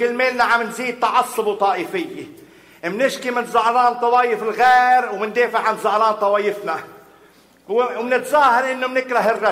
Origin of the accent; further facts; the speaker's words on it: Lebanon; انه هي سريلانكية ونحن لبنانية وامريكان.